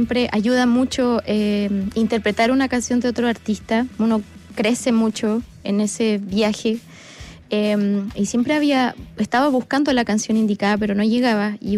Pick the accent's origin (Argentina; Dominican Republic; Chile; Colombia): Chile; Valdivia, Los Ríos; Sí, mi ciudad natal.